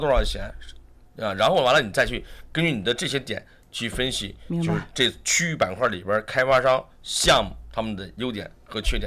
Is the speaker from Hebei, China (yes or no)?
yes; Xingtai, Hebei, China; born or raised there